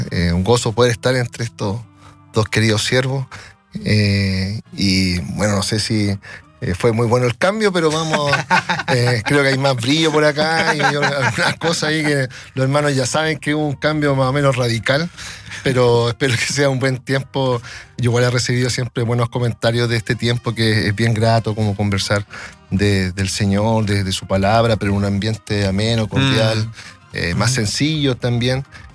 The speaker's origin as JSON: {"language": "Spanish", "town": "Concepción", "region": "Biobío", "country": "Chile", "tie": "born or raised there", "moved": "as an adult", "lives_now": "Santiago, Chile", "said": "oriundo de Concepción, y sirviendo acá ya en Santiago desde el año 2018"}